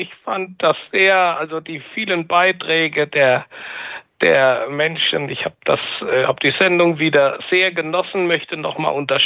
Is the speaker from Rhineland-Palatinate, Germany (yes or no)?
yes; Landau, Rhineland-Palatinate, Germany; born there; Ich bin gebürtiger Landauer.